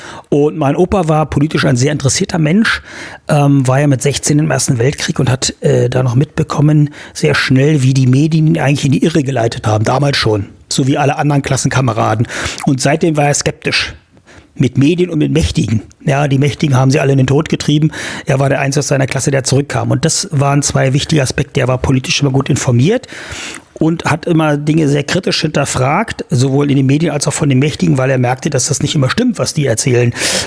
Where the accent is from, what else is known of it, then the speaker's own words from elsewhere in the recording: Saxony-Anhalt, Germany; Ich bin hier in der Altmark geboren und groß geworden.